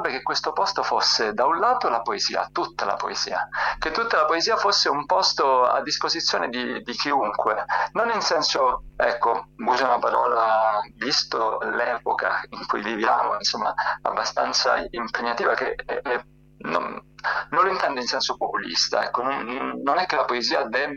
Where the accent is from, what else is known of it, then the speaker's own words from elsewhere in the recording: Soverato, Calabria, Italy; in Calabria, vicino insomma, al mio paese a Soverato